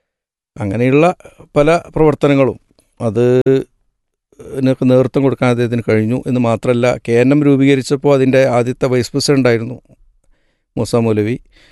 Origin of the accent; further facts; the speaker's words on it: Kerala, India; born there; അദ്ദേഹം ഞങ്ങളുടെ നാട്ടിലാണ് സിയാങ്കണ്ടത്ത് വന്ന